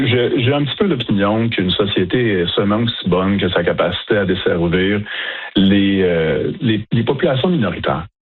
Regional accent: Kanesatake, Quebec, Canada; à pouvoir me présenter comme Première Nation plus jeune avec tout le passé de ma communauté, puisque je viens de Ganesetaghe.

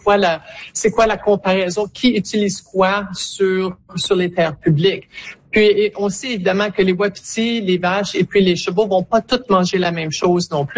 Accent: Alberta, Canada; je viens de Bright Creek, une des 6 zones qui est targetée

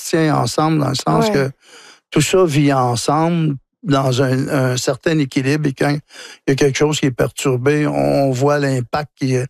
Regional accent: Wôlinak, Quebec, Canada; Chez nous, à Wolinac, la langue avait été éteinte.

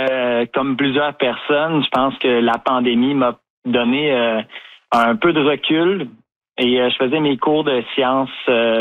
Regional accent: Shawinigan, Quebec, Canada; moi, j'ai grandi à Shawinigan, mais j'ai été au Collège Marie de l'Incarnation pendant mon secondaire.

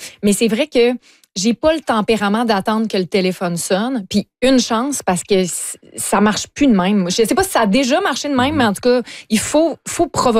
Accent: Lévis, Quebec, Canada; moi je viens de Lévis.

